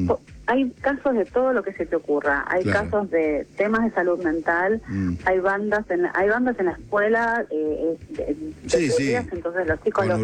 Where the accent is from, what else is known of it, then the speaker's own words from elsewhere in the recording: Moreno, Buenos Aires Province, Argentina; En San Miguel no podemos entrar porque somos de Moreno